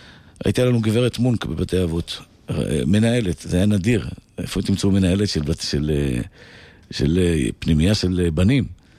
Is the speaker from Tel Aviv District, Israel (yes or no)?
yes; Bnei Brak, Tel Aviv District, Israel; הייתי בבני ברק, עיר הקודש, גדלתי בבני ברק, מגיל 7.